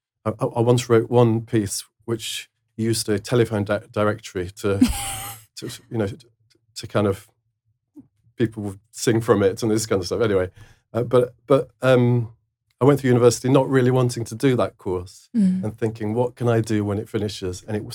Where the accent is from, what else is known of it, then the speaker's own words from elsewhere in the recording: Mansfield, East Midlands, United Kingdom; we grew up in Mansfield, another coal mining town.